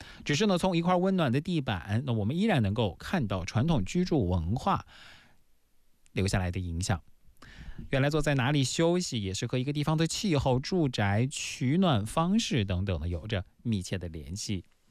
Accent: Shandong, China; 像我的老家就是在山东的胶东半岛，也就是沿海地区呢还保留着这个炕

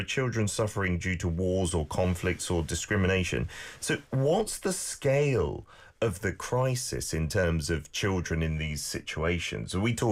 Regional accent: United Kingdom; But even thinking back to my home country of the UK

